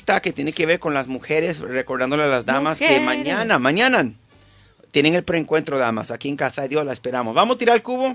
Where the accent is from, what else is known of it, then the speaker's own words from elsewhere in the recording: Venezuela; now in United States; como venezolano, estoy muy feliz.